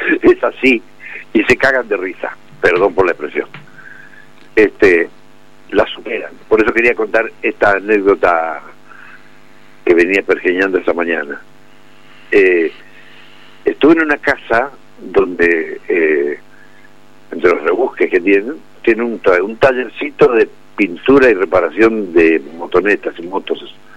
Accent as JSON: {"language": "Spanish", "region": "Mendoza", "country": "Argentina", "tie": "born there", "said": "Calles de tierra, como con mi casa en Villanueva, cuando era chico viví en Villanueva un tiempo, calles de tierra, las acequias de tierra"}